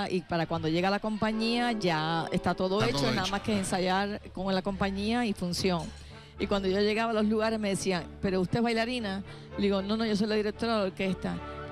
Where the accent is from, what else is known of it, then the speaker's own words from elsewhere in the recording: Cuba; now in Miami, United States; yo como cubana exiliada en Estados Unidos